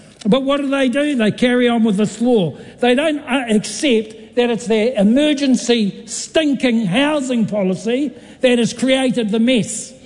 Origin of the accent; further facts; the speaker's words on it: New Zealand; as a Kiwi who's disgusted